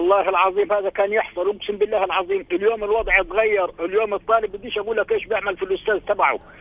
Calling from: Gaza, Gaza Strip, Palestine

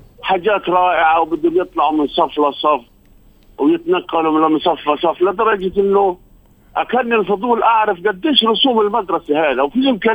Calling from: Gaza, Gaza Strip, Palestine

